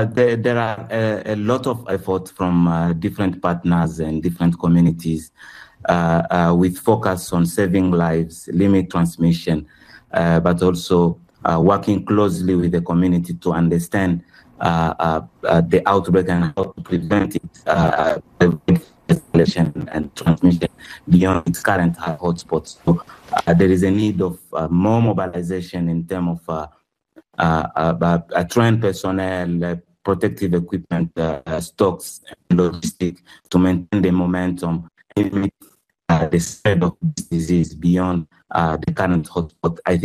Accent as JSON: {"language": "English", "town": "Goma", "region": "North Kivu", "country": "DR Congo", "tie": "born or raised there", "said": "I grew up in Goma"}